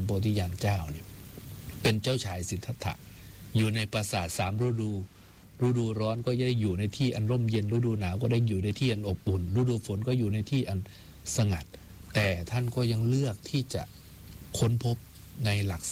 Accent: Isan, Thailand; เราเป็นลูกอีสาน

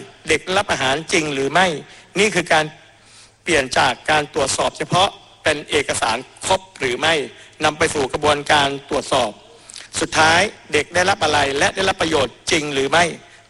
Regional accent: Surat Thani, Thailand; เช่นผมเป็นคนจังหวัดสุราษฎร์ธานีดังคำฝันคือเมืองร้อยเกาะ

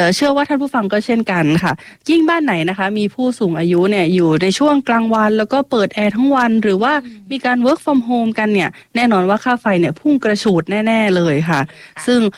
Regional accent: Satun, Thailand; มาจากจังหวัดสตูลค่ะทางใต้

